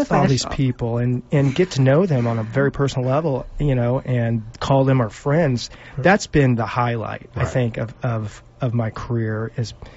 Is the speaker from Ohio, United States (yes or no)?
no; Indianapolis, Indiana, United States; when I was growing up in Indianapolis